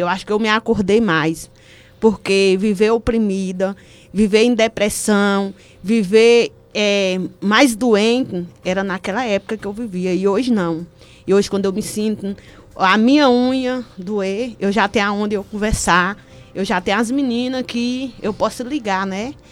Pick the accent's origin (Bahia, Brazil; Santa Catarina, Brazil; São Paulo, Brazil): Bahia, Brazil; Eu sou do Quilombo Barra do Parateca.